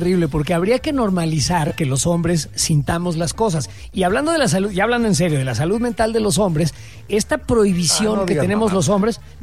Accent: Mexico; Somos mexicanos y vamos como mexicanos a una cuestión que es, y no nos hagamos güey, es una sublimación de la guerra.

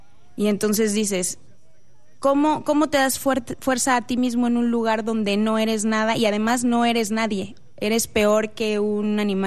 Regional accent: Mexico; mexicanos somos y tenemos acentos diferentes porque venimos de muchos lugares de México

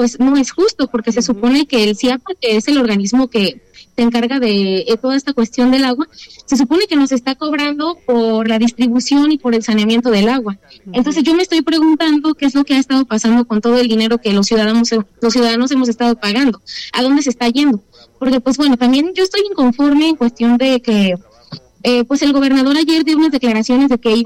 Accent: Guadalajara, Jalisco, Mexico; yo hablo también por mi municipio en específico, que soy de Guadalajara.

